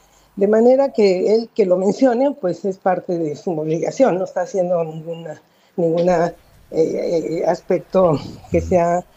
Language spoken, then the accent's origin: Spanish; Mexico